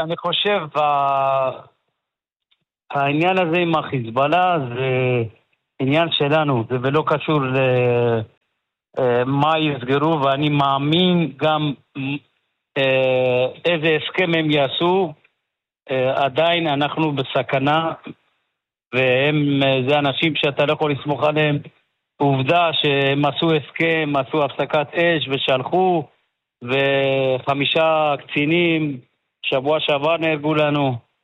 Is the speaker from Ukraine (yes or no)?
no; Iran; now in Nahariya, Israel; אני בתור יהודי, איראני